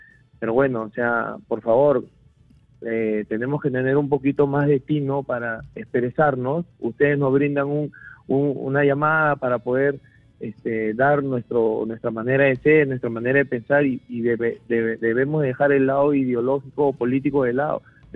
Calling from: Chorrillos, Lima, Peru; así estemos en Lima o estemos en otro lado, no podemos ser esquivos a eso, porque todos somos peruanos y a las finales a todos nos afecta.

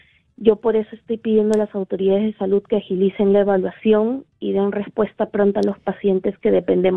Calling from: Lima, Peru; Llamo desde Lima.

